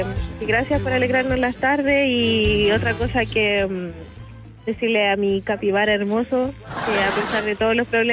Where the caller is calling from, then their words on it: Rancagua, O'Higgins, Chile; De Rancagua.